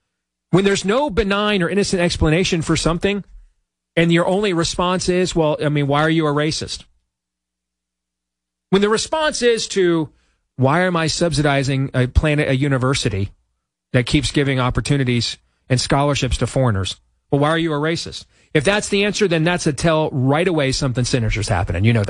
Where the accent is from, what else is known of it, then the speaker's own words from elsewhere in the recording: United States; I'm an American.